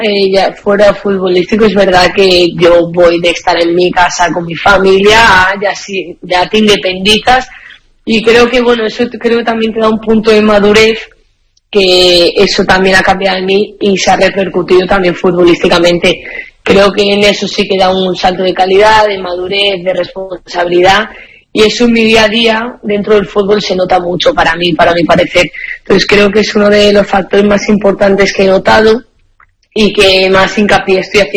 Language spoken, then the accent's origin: Spanish; Madrid, Community of Madrid, Spain; now in Barcelona, Spain; Fíjate, yo vine aquí a Barcelona, ¿qué hago yo aquí en Barcelona? Con lo que soy de yo de Madrid y tal.